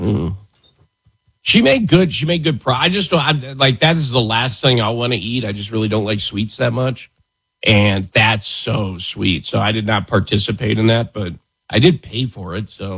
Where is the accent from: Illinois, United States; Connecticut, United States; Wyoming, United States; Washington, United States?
Wyoming, United States; Buffalo; moved away; where I grew up in Wyoming.